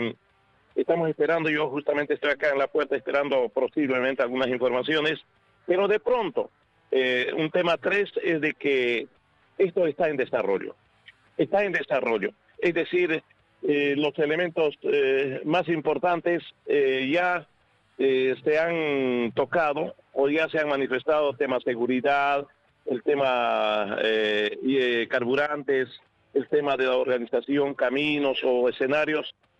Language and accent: Spanish; Santa Cruz de la Sierra, Santa Cruz, Bolivia; Nosotros somos de Santa Cruz, somos de la zona oriental